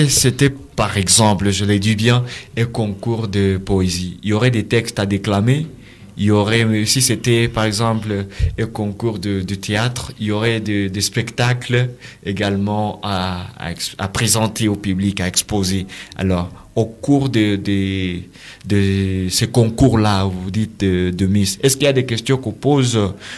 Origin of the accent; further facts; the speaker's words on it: Butembo, North Kivu, DR Congo; Apparemment, c'est parmi des rares activités ici chez nous à Butembo.